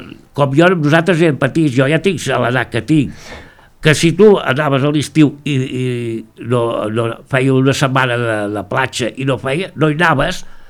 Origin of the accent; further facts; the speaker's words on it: Catalonia, Spain; i del Maresme.